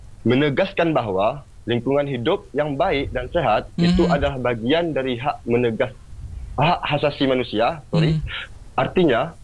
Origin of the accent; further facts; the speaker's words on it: Aceh, Indonesia; khususnya di daerah kita Aceh Barat